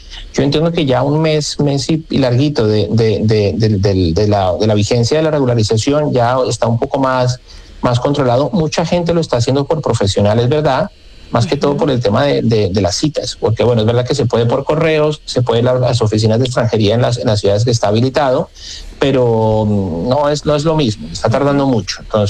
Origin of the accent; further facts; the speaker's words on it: Colombia; now in Madrid, Spain; los que somos de origen colombiano